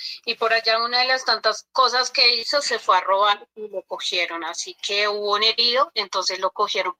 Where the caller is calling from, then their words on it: Villapinzón, Cundinamarca, Colombia; lo estoy llamando desde Villapinzón, Cundinamarca.